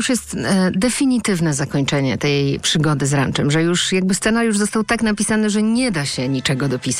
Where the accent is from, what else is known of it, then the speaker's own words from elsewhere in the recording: Radzyń Podlaski, Lublin Voivodeship, Poland; Jako rodowita radzynianka